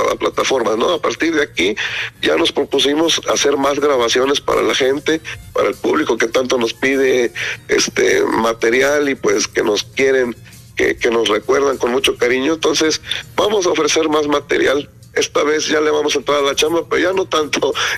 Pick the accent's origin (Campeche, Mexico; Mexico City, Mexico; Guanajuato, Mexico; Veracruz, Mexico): Veracruz, Mexico; Zacualpan; no nos hemos podido recuperar de la bailada de 4 días que nos aventamos por allá en mi pueblo, pero sí, el próximo carnaval quedan invitadísimos también a Zacualpan, Ve